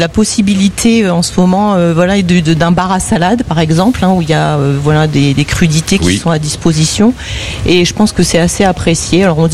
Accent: Hauts-de-France, France; Je viens de la région du Nord.

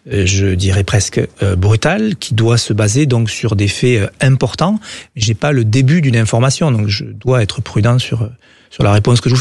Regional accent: Occitanie, France; moi je viens d'Ariège, c'est un milieu très rural

